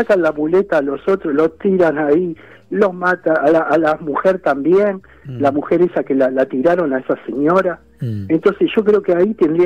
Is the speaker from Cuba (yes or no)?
no; Ciudadela, Buenos Aires Province, Argentina; Del oeste de Ciudadela.